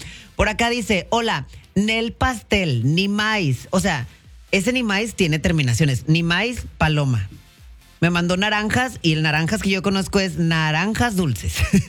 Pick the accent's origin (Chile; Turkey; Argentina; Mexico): Mexico; como los mexicanos estamos en todas partes, hermana, los hispanos estamos en todas partes.